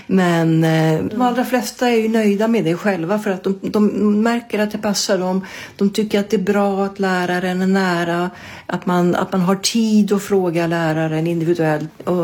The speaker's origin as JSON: {"language": "Swedish", "country": "Sweden", "tie": "born or raised there", "moved": "as an adult", "lives_now": "Tallinn, Estonia", "said": "Jag är född och uppvuxen i Sverige"}